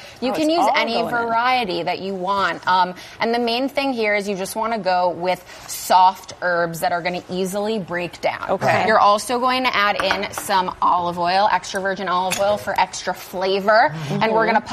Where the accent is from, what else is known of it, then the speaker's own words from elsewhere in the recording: Chicago, Illinois, United States; Much cheese. Chicago.